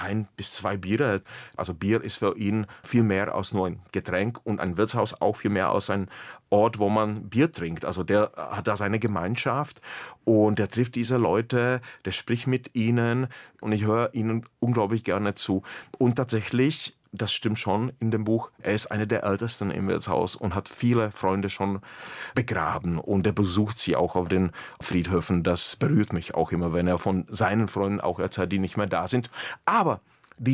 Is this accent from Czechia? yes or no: yes; Czechia; Aber ich wollte da tatsächlich eine Figur haben aus der Gegend, wo ich herkomme. Český Raj, böhmisches Paradies, nordöstlich von Prag. Sehr malerisch, sehr poetisch, viele Brauereien, ein paar Schlösser, Badeteiche, leicht hügelig.